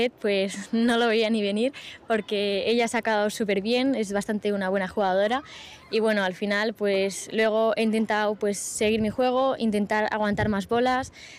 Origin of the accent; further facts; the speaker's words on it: Zaragoza, Aragon, Spain; soy de Zaragoza